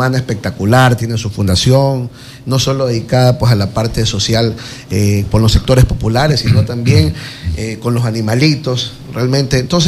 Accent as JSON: {"language": "Spanish", "town": "Quevedo", "region": "Los Ríos", "country": "Ecuador", "said": "Somos la ciudad de Quevedo, carajo."}